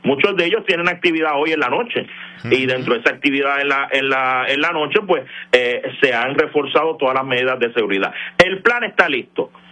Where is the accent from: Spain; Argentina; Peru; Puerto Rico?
Puerto Rico; Fajardo; Soy del pueblo de Fajardo.